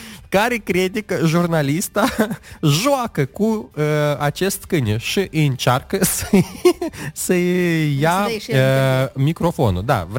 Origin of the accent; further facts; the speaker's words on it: Moldova; înseamnă că sunt din Republica Moldova.